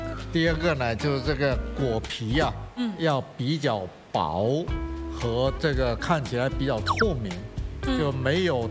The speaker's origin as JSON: {"language": "Chinese", "area": "Chaoshan", "region": "Guangdong", "country": "China", "said": "咱们潮汕人"}